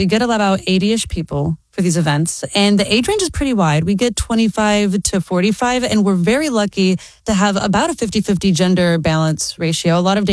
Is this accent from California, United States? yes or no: no; Florida, United States; now in Boston, United States; I grew up in Florida to a Cuban family where we're always loud.